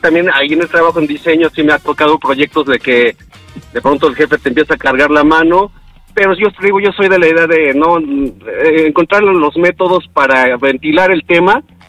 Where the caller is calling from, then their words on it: Mexico City, Mexico; Aquí, de la Ciudad de México. De Coyoacán.